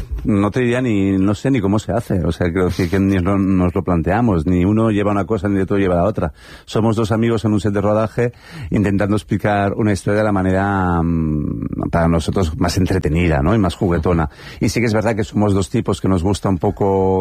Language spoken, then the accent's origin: Spanish; Valencian Community, Spain; además yo que soy valenciano, imagínate, el esperpento para mí es como el pan nuestro de cada día.